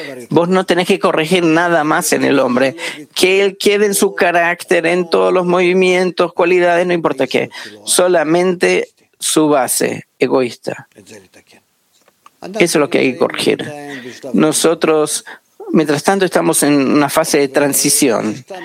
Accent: Israel; moved away; Soy de Israel, 50 años acá en el país. Solo sepan, amigos, que también de Israel vienen acá a las prácticas, incluso jóvenes como yo.

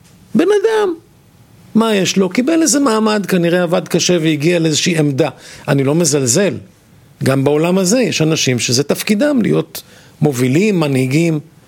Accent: Kiryat Gat, Southern District, Israel; אני זוכר שהייתי ילד קטן, ממש, גדלתי בעיירה קטנה בדרום, בקריית גת

